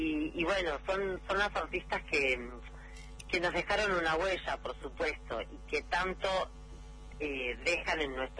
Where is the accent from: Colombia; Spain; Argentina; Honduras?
Argentina; no nos quedamos quietas, somos mujeres, somos argentinas